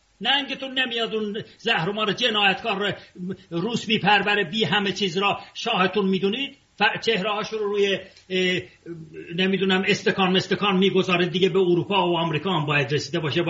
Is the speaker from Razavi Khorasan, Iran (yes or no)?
no; Tehran, Tehran Province, Iran; also born or lived in Ardabil; اردبیل، که من اردبیلی هستم، در تهران بزرگ شدم و من اردبیلی هستم.